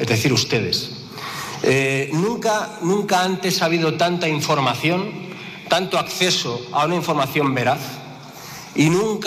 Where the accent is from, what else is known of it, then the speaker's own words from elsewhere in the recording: Catalonia, Spain; Yo soy catalán, yo soy independentista, yo soy republicano. Y Cataluña vota diferente.